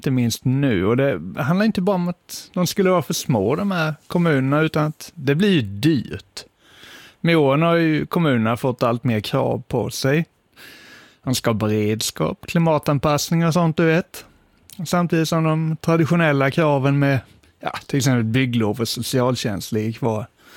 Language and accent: Swedish; Kalmar County, Sweden; born there; jag är ju född i Ålems kommun.